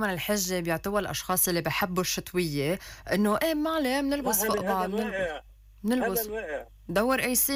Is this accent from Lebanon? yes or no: yes; Lebanon